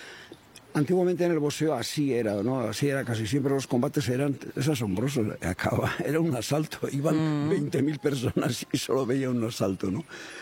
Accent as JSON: {"language": "Spanish", "town": "Asteasu", "region": "Basque Country", "country": "Spain", "tie": "born or raised there", "said": "Donde yo nací, Asteasu, en nuestro lenguaje, Astiasu, está a 4 kilómetros de las grandes papeleras de Tolosa, Bellabona, etcétera"}